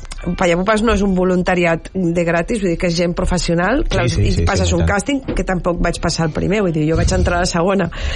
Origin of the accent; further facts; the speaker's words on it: L'Hospitalet de Llobregat, Catalonia, Spain; jo era entre Bellvitge, Centre... Però bueno, sí, la no. meva àvia era de Bellvitge, jo movia per... El meu institut estava a Bellvitge